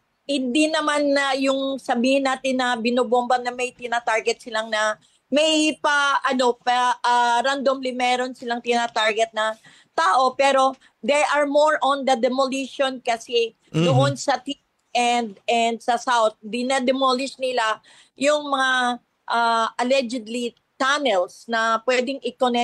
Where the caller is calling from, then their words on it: Lebanon; magandang umaga po dito sa amin sa Lebanon